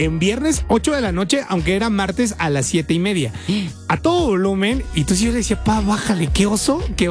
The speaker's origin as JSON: {"language": "Spanish", "region": "Veracruz", "country": "Mexico", "tie": "born there", "moved": "yes", "said": "yo soy de Veracruz."}